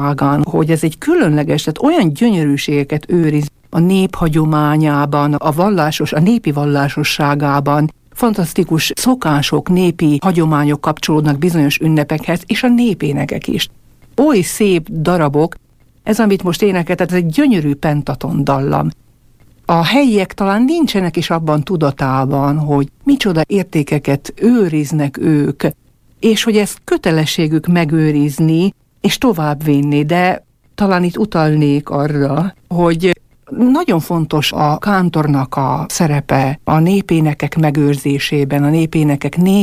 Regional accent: Váhovce, Trnava Region, Slovakia; Én ugye már említettem, hogy 13 éves koromtól kántorkodom a szülőfalumban, és Danci atya nevét említettem. A másik ilyen meghatározó személyiség Jáki Sándor Teodóz atya volt. Ő sokszor eljött Vágára

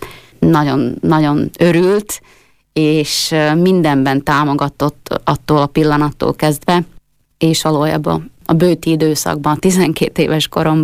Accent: Tardoskedd, Nitra Region, Slovakia; Igen, Tardoskedről származom, ez érsekújvári járásban található, egyébként Szlovákia egyik legnagyobb faluja.

